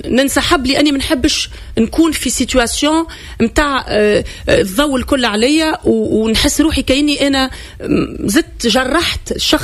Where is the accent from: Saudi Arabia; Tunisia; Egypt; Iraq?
Tunisia; تسأل فينا كتونسية